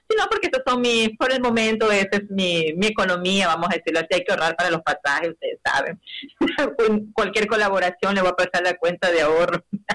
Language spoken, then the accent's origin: Spanish; Ecuador; aquí como ecuatorianos tenemos representantes internacionalmente